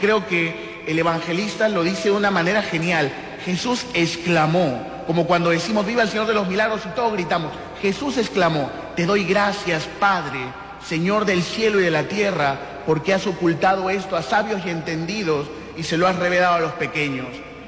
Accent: Peru; nosotros como peruanos

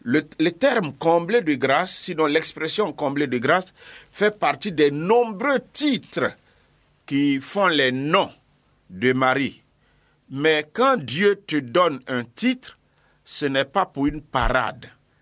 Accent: Bondoukou, Zanzan, Côte d’Ivoire; Je suis natif de Bondoukou

